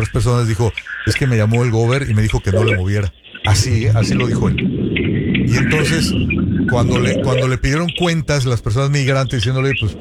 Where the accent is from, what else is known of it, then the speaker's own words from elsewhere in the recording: Sonora, Mexico; now in Los Angeles, United States; yo soy sonorense